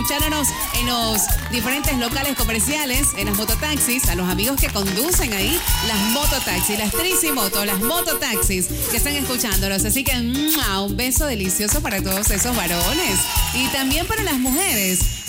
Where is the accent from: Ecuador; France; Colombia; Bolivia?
Ecuador; Naranjito, Guayas; moved away; also born or lived in Milagro, Ecuador; Recuerde que yo nací en Milagro. Yo nací en Milagro, me crié, me desarrollé en Naranjito y me profesionalicé en Guayaquil.